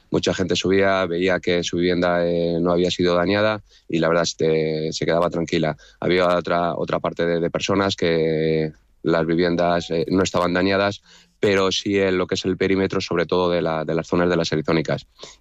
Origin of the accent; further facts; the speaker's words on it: Villa del Prado, Community of Madrid, Spain; la gente que somos de aquí, de nuestro municipio, digamos que nuestro municipio, que es un pueblo verde, que somos la Huerta de Madrid